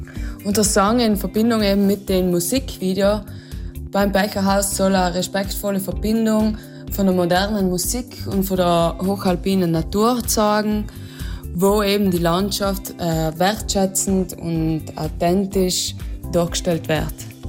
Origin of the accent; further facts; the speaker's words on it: Trentino-Alto Adige, Italy; Für mich als Südtirolerin